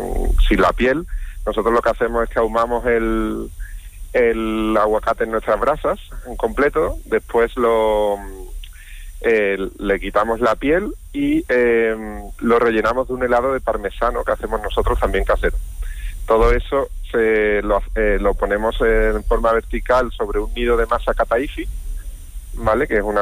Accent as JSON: {"language": "Spanish", "town": "Mairena", "region": "Andalusia", "country": "Spain", "tie": "born or raised there", "moved": "as an adult", "said": "Mira, yo soy de Mairena de toda la vida, pero bueno, hace muchos años me fui a Latinoamérica, bueno, a trabajar en otros temas"}